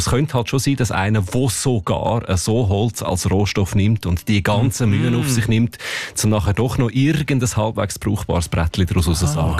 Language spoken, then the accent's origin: German; Zurich, Switzerland; geht mir ja ähnlich, auch als Zürcher